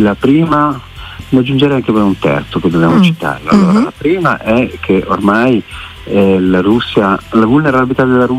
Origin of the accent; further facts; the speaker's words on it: Milan, Lombardy, Italy; Da milanese mi è familiare questa parola.